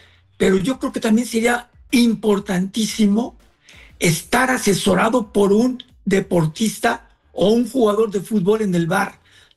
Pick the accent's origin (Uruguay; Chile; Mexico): Mexico; Yo como mexicano es lo que mejor deseo